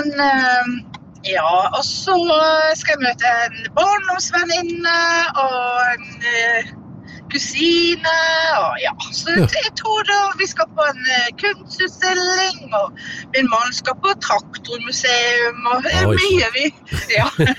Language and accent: Norwegian; Smøla, Møre og Romsdal, Norway; now in Lier, Norway; en øy som heter Smøla utenfor Kristiansund, så jeg egentlig hjemplassen min. Det ganske mange år siden jeg har vært